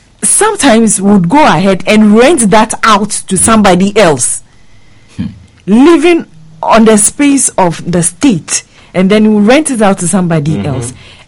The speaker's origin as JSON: {"language": "English", "country": "Ghana", "said": "I'm a Ghanaian"}